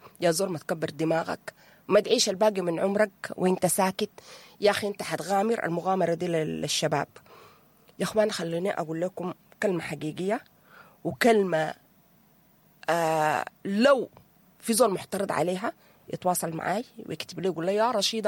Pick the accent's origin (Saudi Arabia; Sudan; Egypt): Sudan